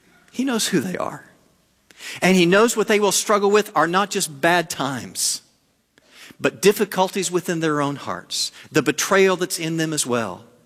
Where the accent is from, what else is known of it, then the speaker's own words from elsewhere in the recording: the South, United States; I was raised in the South.